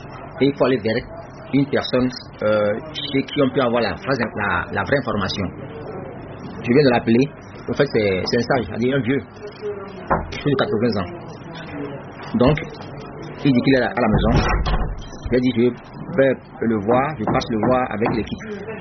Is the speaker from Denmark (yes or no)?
no; Thionville, Grand Est, France; Je suis originaire de Thionville. Paternellement et maternellement. Et j'y suis né. 100%. 100% de Thionville.